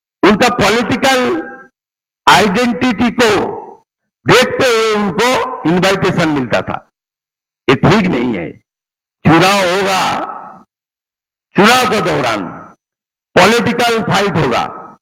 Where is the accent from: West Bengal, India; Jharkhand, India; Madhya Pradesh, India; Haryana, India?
West Bengal, India; इसलिए आज जो खास करके मैं बंगाल से आती हूं, सॉन ऑफ द सॉयल हूं, ये बंगाल भारत में है